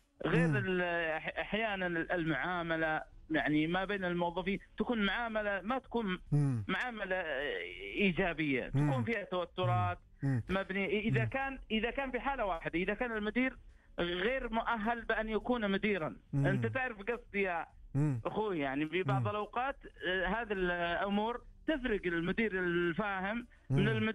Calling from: Jeddah, Makkah Province, Saudi Arabia

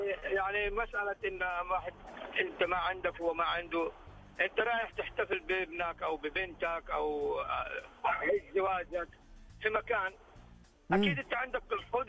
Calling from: Jeddah, Makkah Province, Saudi Arabia; من جدة والله.

